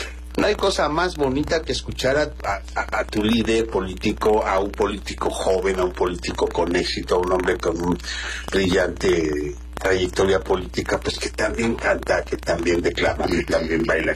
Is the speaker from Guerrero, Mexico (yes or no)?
yes; Teloloapan, Guerrero, Mexico; born there; yo nací en Tlaloapan.